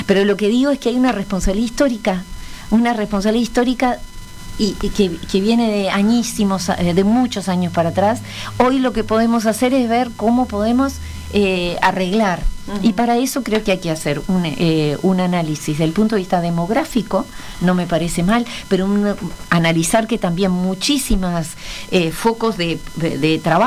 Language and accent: Spanish; Uruguay; Y eso es importantísimo porque hace a nuestra identidad como uruguayos.